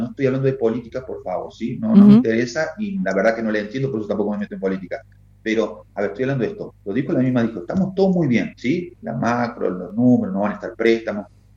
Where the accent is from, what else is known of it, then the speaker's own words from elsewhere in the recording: Argentina; ¿Nosotros somos residentes los argentinos? Sí.